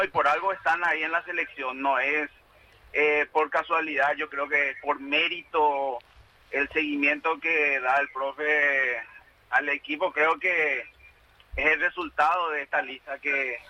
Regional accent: Paraguay; pero como paraguayo confío en el equipo.

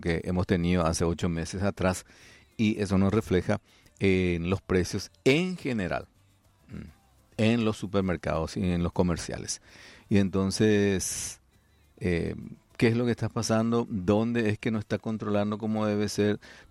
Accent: Paraguay

